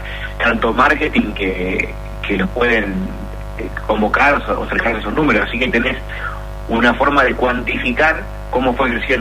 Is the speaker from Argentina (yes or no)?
yes; Bernardo de Irigoyen, Santa Fe, Argentina; moved away as an adult; also born or lived in Rosario; now in Buenos Aires, Argentina; yo me había venido recién a Buenos Aires a vivir, que vengo del interior de Rodríguez de Santa Fe.